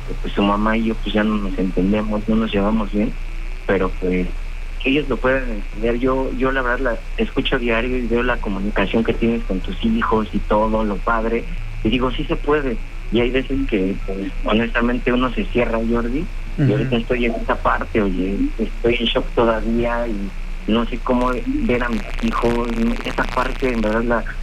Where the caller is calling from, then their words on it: Mexico City, Mexico; aquí en la Ciudad de México.